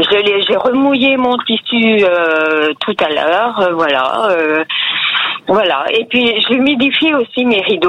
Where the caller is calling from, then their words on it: Poiroux, Pays de la Loire, France; de Poiroux en Vendée.